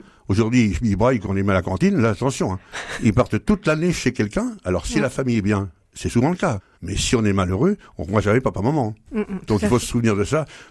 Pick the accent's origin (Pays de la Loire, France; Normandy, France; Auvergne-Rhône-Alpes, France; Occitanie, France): Pays de la Loire, France; Ségrie; chez nous, à Ségris